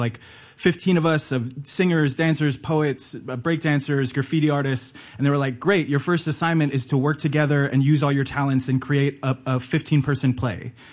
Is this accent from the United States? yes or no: yes; Honolulu, Hawaii, United States; Honolulu, Hawaii.